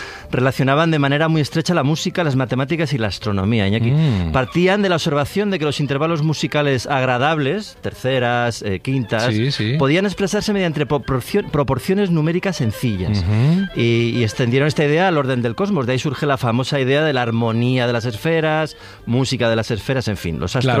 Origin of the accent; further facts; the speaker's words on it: Burgos, Castile and León, Spain; A mí me gusta pensar, aunque soy de Burgos, pero que tengo mucha imaginación